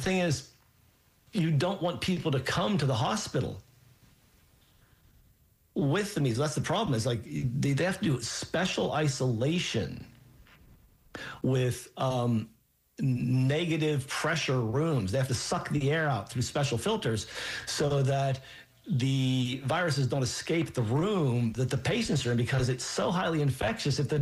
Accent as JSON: {"language": "English", "region": "Pennsylvania", "country": "United States", "said": "Pennsylvania is having a really big struggle. My home state is suffering."}